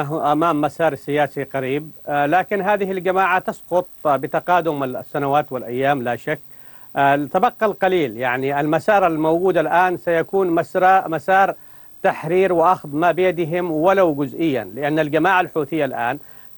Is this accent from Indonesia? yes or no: no; Taiz, Taiz Governorate, Yemen; كانوا عندنا في تعز، كنت أنا في تعز أيامها، كان الضرب على داري على بيتي يعني